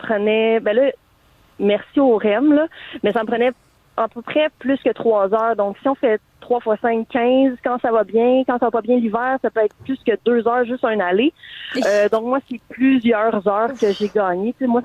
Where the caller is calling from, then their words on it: Laval, Quebec, Canada; Moi, j'habite à Laval.